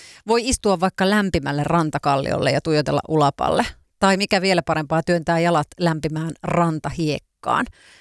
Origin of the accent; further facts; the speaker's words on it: Kaskinen, Ostrobothnia, Finland; Mä oon kotoisin Kaskisista merenrannalta